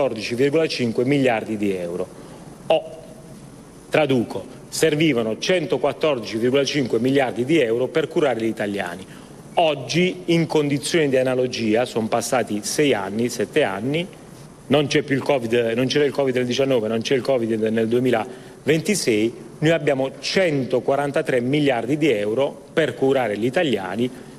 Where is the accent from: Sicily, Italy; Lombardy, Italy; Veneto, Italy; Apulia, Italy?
Apulia, Italy; Bari; Chi vi parla è orgoglioso del proprio accento e quindi della propria provenienza, sono barese, pugliese